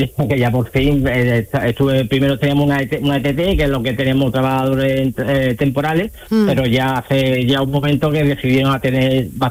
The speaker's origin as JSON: {"language": "Spanish", "region": "Andalusia", "country": "Spain", "said": "aunque yo siempre soy de Canal Sur, por mi tierra"}